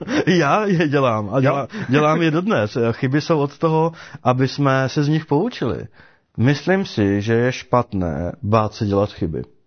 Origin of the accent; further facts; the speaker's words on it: Bruntál, Moravian-Silesian Region, Czechia; když ke mně přijde můj člen z Bruntálu a mluví se mnou, jak bych tak u nás na Bruntálsku řekli, na férovku, a bez obalu